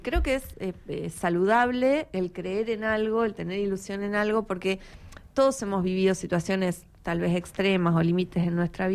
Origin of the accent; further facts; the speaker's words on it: Argentina; creo que somos todos argentinos.